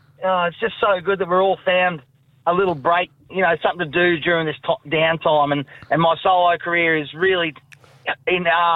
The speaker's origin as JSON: {"language": "English", "country": "Australia", "said": "We're bloody Australian down here, mate."}